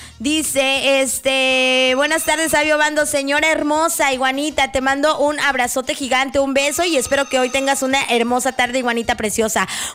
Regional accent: Cunduacán, Tabasco, Mexico; Yo soy de Cunduacán.

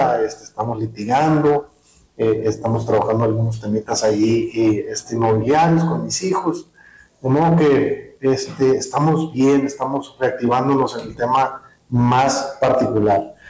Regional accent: Cananea, Sonora, Mexico; estoy muy contento de estar aquí en mi pueblo.

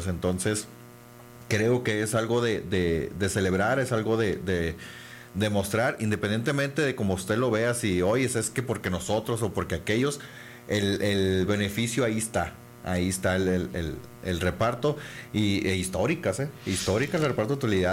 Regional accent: Cananea, Sonora, Mexico; y los que somos de Cananea sabemos que todos los años eran utilidades buenas.

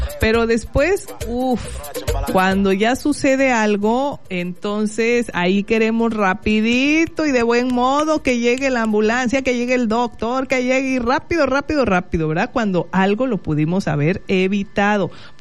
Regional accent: Mexico

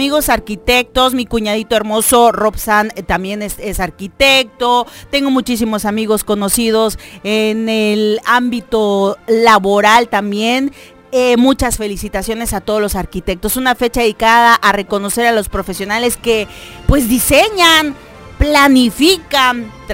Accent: Tuxtla Gutiérrez, Chiapas, Mexico; Aquí como mexicano, como tuxleco, como chiapaneco

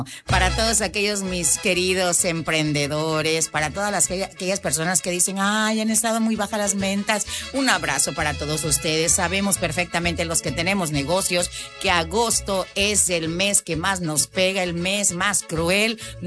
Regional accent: Mexico; somos mexicanos

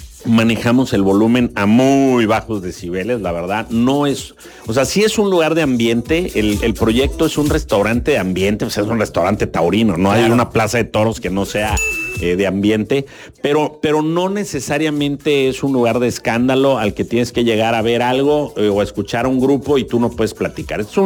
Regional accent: Mexico; now in Tapachula, Mexico; los que más lo hemos profesado somos los mexicanos

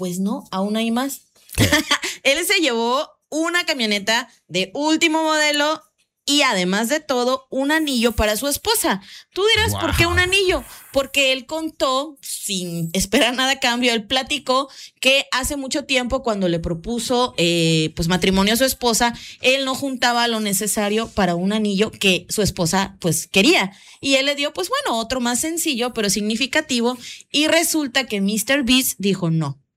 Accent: Mexico; nosotros como mexicanos

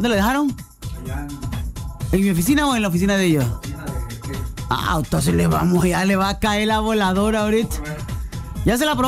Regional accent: Villa Luis Gil Pérez, Tabasco, Mexico; now in Pasadena, United States; Saludos a la gente de Villahermosa, Tabasco. Sobre todo allá a Villaluis Gil Pérez, de donde soy originario. Te sintonizo por internet desde mi trabajo

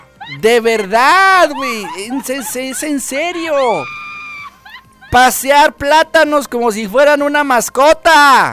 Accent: Mexico

